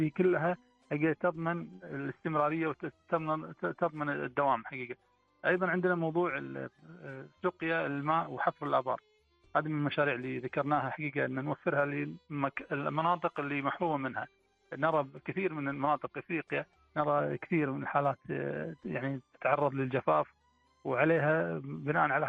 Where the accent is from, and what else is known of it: Kuwait